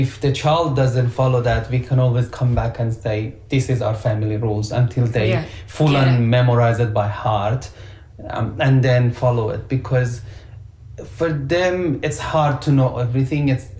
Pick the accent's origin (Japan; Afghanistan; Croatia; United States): Afghanistan; we're from Afghanistan